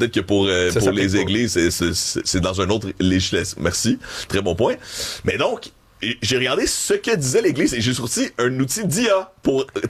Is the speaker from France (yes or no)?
no; Montreal, Quebec, Canada; born there; moi, je suis né à Montréal